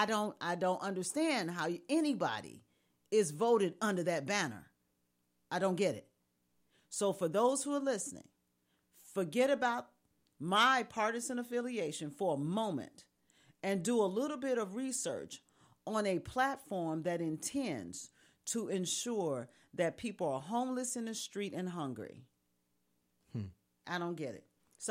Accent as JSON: {"language": "English", "town": "East St. Louis", "region": "Illinois", "country": "United States", "said": "I'm from East St. Louis, my family down there."}